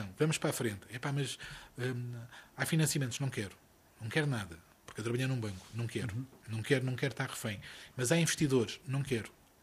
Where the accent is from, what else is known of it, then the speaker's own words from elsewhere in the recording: Fundão, Centro, Portugal; also born or lived in France; now in Covilhã, Portugal; sou do Fundão, somos da Beira Interior, estamos na Covilhã, que eu sou do Fundão, eu moro na Covilhã, mas pronto, as minhas raízes são todas do Fundão